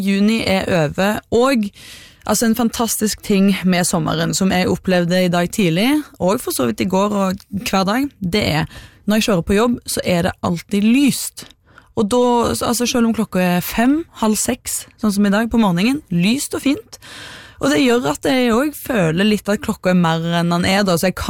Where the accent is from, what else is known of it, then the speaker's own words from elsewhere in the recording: Sirdal, Agder, Norway; hjemme der jeg kommer fra, Sirdal, der har vi noe som heter fjelljeger.